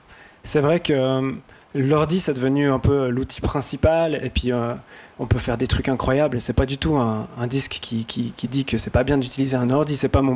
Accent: Fribourg, Switzerland; comme je viens de Fribourg

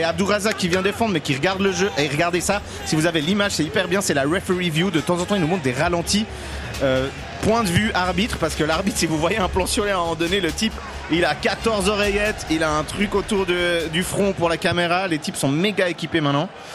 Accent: Geneva, Switzerland; Moi, je suis genevois et j'ai kiffé pour vous.

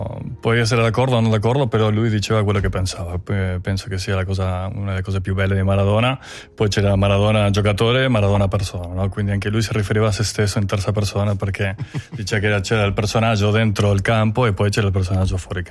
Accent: Argentina; also born or lived in Uruguay; Sono nato in Uruguay, però cresciuto ai 3 anni ci sono spostati in Argentina

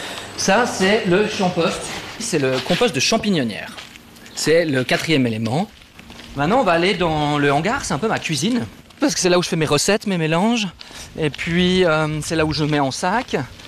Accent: Geneva, Switzerland; born there; moved away as an adult; also born or lived in Vevey, Vaud; Mais je viens de Genève, je suis né au Paquis.

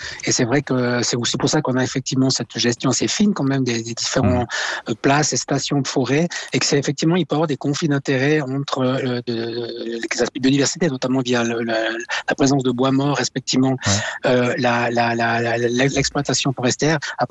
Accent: Valais, Switzerland; en tant que Valaisan

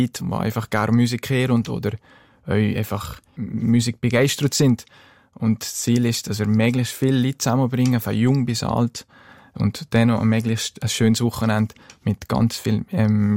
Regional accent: Grächen, Valais, Switzerland; now in Bern, Switzerland; Grächen ist und bleibt meine Heimat, wenn man in Bergo, wo so ein kleiner, schöner Bergdorf aufgewachsen ist.

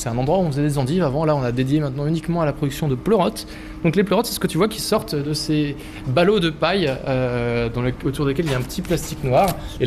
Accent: Strasbourg, Grand Est, France; moved away as an adult; now in Paris, France; Moi, je viens de Strasbourg.

